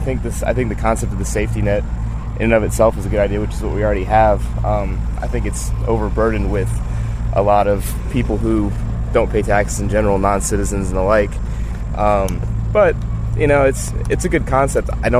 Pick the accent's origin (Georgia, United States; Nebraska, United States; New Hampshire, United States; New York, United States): Georgia, United States; Atlanta; I'm from Atlanta.